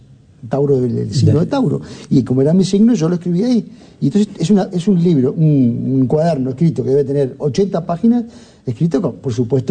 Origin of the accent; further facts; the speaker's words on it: Uruguay; soy de Uruguay, donde la gente ningunea a los demás